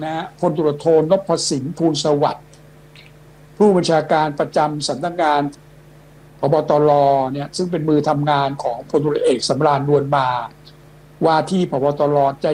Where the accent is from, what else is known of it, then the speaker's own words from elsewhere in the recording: Surin, Thailand; accent: Surin; าเขาหาว่าผมเป็นเขมรผมก็บอกผมเป็นคนไทยเลยแต่พูดสำเนียง